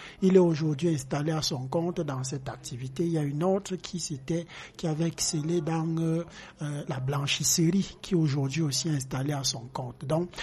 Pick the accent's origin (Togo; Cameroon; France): Cameroon; Ombessa, Centre; born there; also born or lived in Lékié department (Lobo area, home village); now in Yaoundé, Cameroon; Je suis né à Oumbessa.